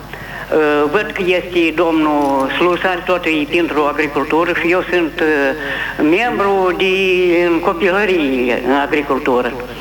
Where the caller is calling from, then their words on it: Telenești, Telenești District, Moldova; sunt din Telenești.